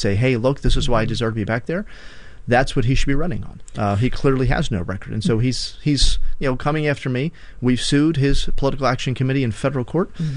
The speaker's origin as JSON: {"language": "English", "area": "Bucks County", "region": "Pennsylvania", "country": "United States", "tie": "born or raised there", "said": "I am born and raised in Bucks County. I've never lived anywhere else"}